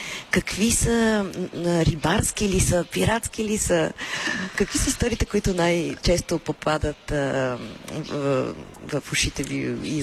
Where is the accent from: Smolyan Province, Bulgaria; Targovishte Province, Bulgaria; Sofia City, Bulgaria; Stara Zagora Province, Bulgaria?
Sofia City, Bulgaria; Sofia; въпреки че съм от София.